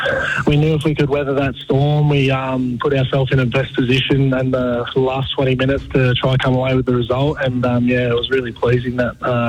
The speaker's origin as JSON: {"language": "English", "town": "Newcastle", "region": "New South Wales", "country": "Australia", "tie": "born or raised there", "said": "It's the biggest honour of my life to represent my hometown"}